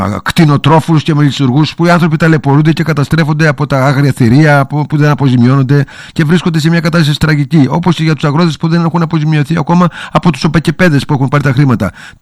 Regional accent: Pournaria, Peloponnese, Greece; Είμαι ιδιωτικός υπάλληλος και είμαι από την Πουρναριά.

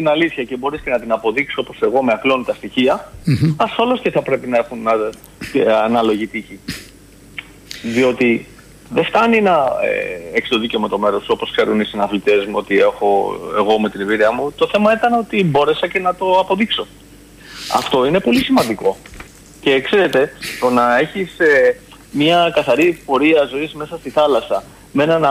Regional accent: Greece

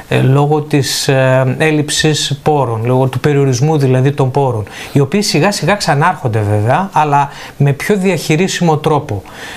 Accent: Greece

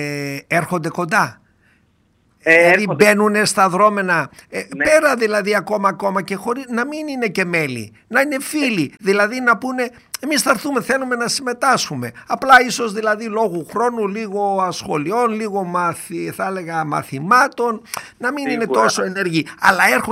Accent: Doirani, Central Macedonia, Greece; Επειδή είμαι Κυλκισιώτης από τη Δοϊράνη

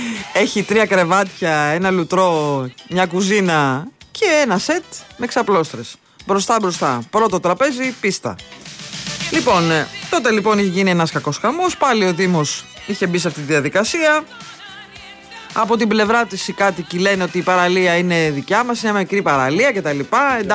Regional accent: Parga, Epirus, Greece; born there; Εγώ γεννήθηκα στην Πάργα.

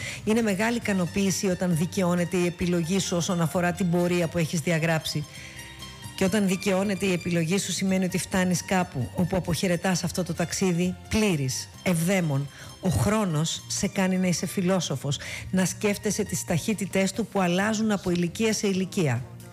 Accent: Olympia, Western Greece, Greece; also born or lived in Piraeus; Γεννήθηκα στον Πειραιά, αλλά μεγάλωσα στην Ολυμπία, από όπου καταγόταν η μητέρα μου.

